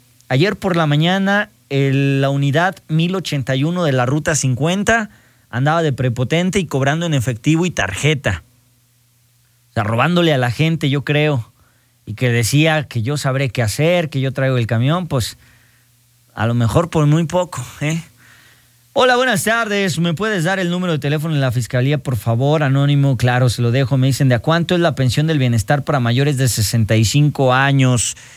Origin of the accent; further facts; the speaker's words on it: Jalisco, Mexico; now in Aguascalientes, Mexico; Están muy bonitas las de mi tierra, las jaliscienses.